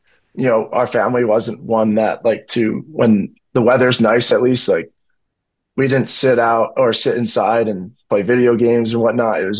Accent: Chicago, Illinois, United States; You know, I'm from Chicago. I'm a diehard Bears fan.

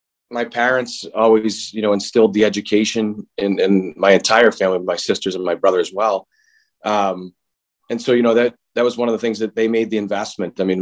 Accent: Boston, Massachusetts, United States; just like every other kid growing up in Boston, you know, started Milton Youth Hockey House League.

